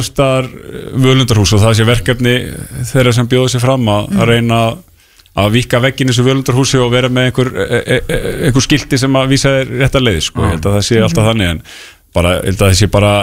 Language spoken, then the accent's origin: Icelandic; Álftanes, Capital Region, Iceland; ólst upp á Altanesi og við hefum búið þarna